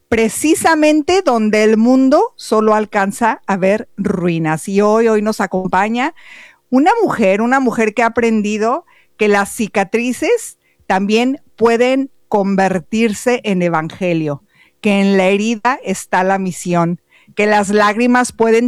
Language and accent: Spanish; Mexico; Yo como mexicana Ana, todos somos